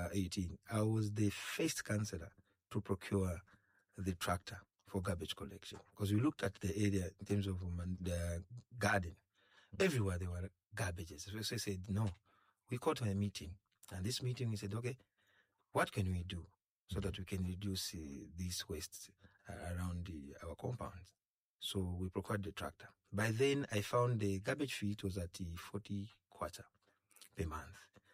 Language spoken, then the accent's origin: English; Lusaka, Lusaka Province, Zambia; Yeah, I was born from Mandevu constituency, near Inchpata compound, near Katete Tavern there. That's where I grew up.